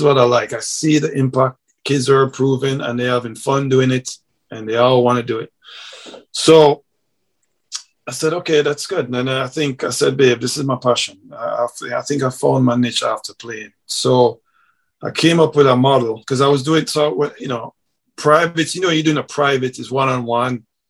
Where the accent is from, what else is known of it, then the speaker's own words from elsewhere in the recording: Jamaica; so my model is based off of how I grew up in Jamaica